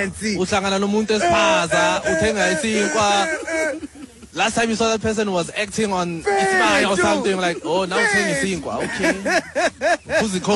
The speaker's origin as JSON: {"language": "English", "town": "Johannesburg", "region": "Gauteng", "country": "South Africa", "said": "Yeah, I mean, we're from Joburg. We started in Joburg around Bram."}